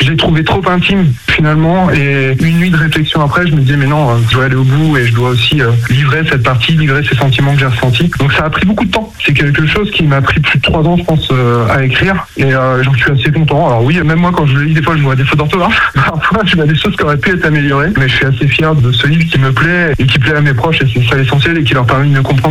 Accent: Suré, Pays de la Loire, France; mon village de Suré, là où j'ai grandi

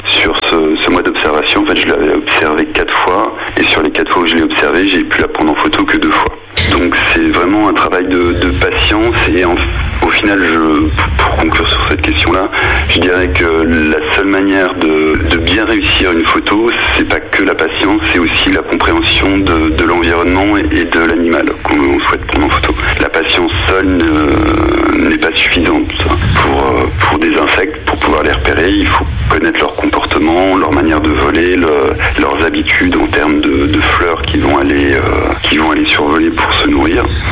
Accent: eastern France, France

